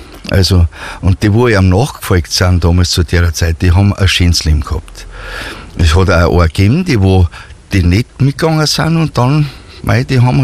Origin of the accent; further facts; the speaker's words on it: Freilassing, Bavaria, Germany; Ich bin in Freilassing geboren, bin da, wo ich jetzt wohne. Das war damals eine Hausgeburt und habe meine Jugend eigentlich von der Geburt bis daher total alles verbracht. Bin gleich gegenüber dann in die Schule gekommen.